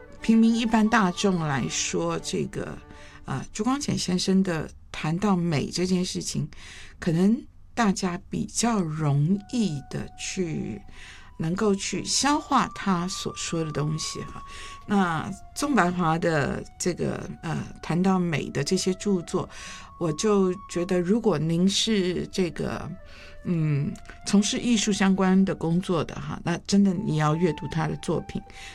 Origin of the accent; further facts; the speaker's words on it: Shanghai, China; 我是上海人，上海人是农农农